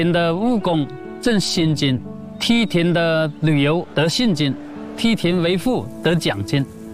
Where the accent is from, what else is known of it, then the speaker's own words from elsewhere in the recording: Guangxi, China; 我们这个龙脊